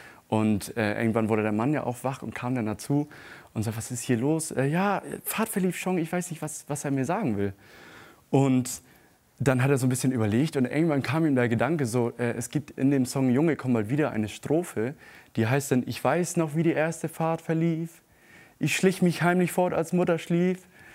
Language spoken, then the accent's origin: German; Oldsum, Schleswig-Holstein, Germany; Also es wird wirklich in dem Ort, wo ich aufgewachsen bin, in Olzum, gehört das noch zur alltäglichen Umgangssprache.